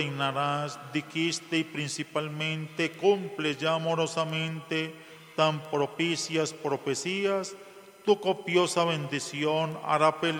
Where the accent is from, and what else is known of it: Colombia